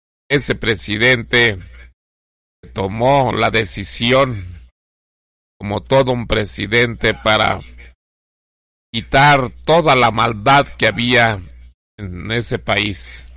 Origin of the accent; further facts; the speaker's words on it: Mexico; porque México, somos mexicanos